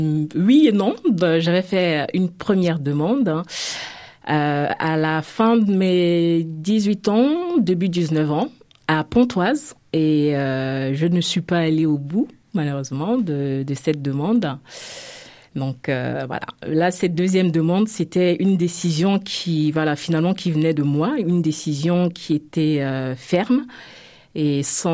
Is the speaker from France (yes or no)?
no; Côte d’Ivoire; moved away; J'ai grandi en Côte d'Ivoire, hein, donc mes deux parents ivoiriens et mon papa, hein, qui est toujours musulman, et ma maman chrétienne catholique.